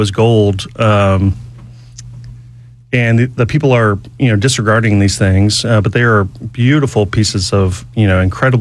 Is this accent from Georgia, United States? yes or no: yes; Atlanta, Georgia, United States; This area, actually.